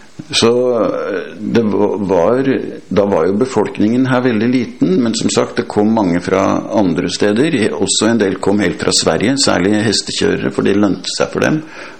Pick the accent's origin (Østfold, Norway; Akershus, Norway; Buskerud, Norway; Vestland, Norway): Akershus, Norway; Nesodden; jeg vokste opp på Oksvall